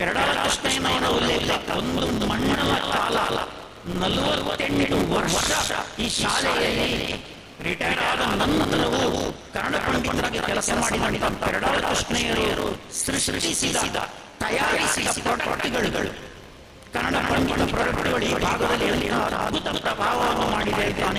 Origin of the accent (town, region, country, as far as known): Kasaragod, Kerala, India; Kannada is a second language